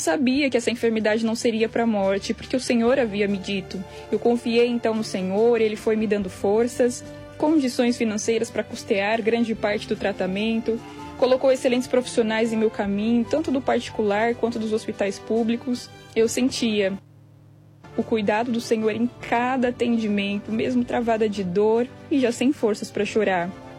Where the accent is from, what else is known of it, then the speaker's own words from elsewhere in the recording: Lençóis Paulista, São Paulo, Brazil; Paz do Senhor, irmãos … tenho 28 anos, cidade de Lençóis Paulista, São Paulo, e sou da Igreja Pentecostal Deus é Amor desde o meu nascimento.